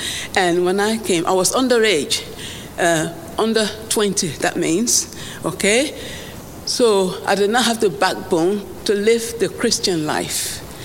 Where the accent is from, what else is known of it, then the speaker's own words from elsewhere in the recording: Liberia; moved away as an adult; now in Dewsbury, United Kingdom; I came from Liberia, West Africa, in 1972. I came to learn to be a nurse.